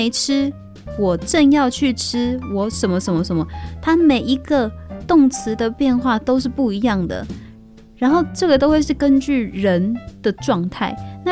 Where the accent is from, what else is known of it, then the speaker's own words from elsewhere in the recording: Taiwan; 但是呢因为语言就代表着一个民族的思考方式嘛，所以我觉得身为南岛民族的我，身为泰雅族的我，真的要把这个思考方